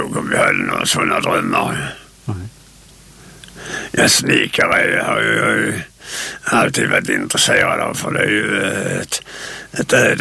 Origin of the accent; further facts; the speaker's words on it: Malmö, Skåne, Sweden; born there; also born or lived in Landskrona / Minnesberg; Jag är född i Landskrona kommun. Och sen har jag bott i Minnesberg, men Malmö sedan 1957.